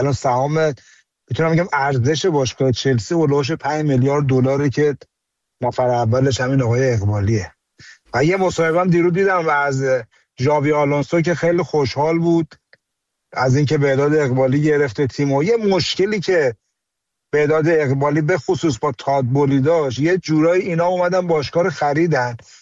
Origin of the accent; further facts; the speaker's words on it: Iran; به عنوان یه ایرانی